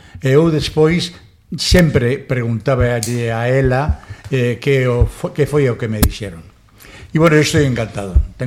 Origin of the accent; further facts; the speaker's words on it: Madrid, Community of Madrid, Spain; Galician is a second language; now in Ferrol, Spain; son de Madrid, aunque en Madrid eu viví solamente desde 7 años y 52 aquí en Ferrol. Entonces, tenía que hablar galego, por narices.